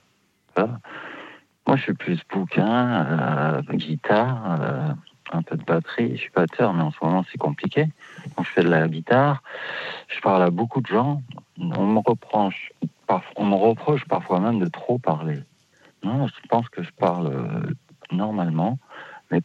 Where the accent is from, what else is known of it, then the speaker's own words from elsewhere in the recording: Lille, Hauts-de-France, France; Je viens de Lille.